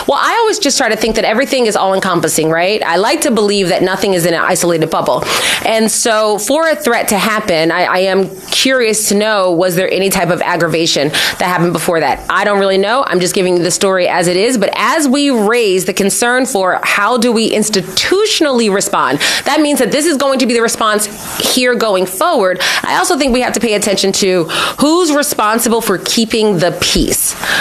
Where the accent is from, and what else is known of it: Philadelphia, Pennsylvania, United States; born or raised there